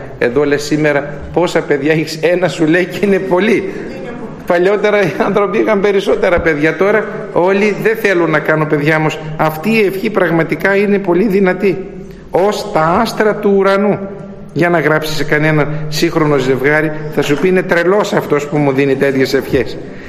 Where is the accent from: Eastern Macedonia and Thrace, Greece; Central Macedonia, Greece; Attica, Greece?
Eastern Macedonia and Thrace, Greece; Soufli; Έχουμε στην πατρίδα μου επάνω τη Θράκη εις το σουφλί, βγαίνει ο μεταξοσκόλικας εκεί.